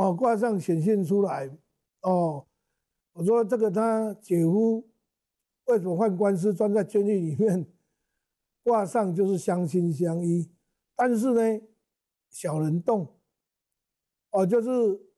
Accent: Taiwan; 我们台湾人

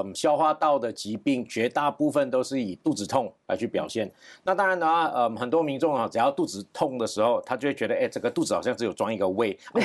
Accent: Malaysia; now in Taiwan; 那我出生地的话是在马来西亚，所以在马来西亚长大。

